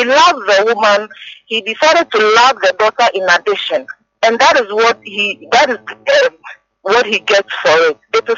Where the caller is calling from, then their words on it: Accra, Greater Accra, Ghana; I'm calling from Atimota.